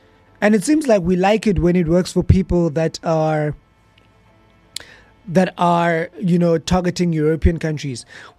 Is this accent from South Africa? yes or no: yes; South Africa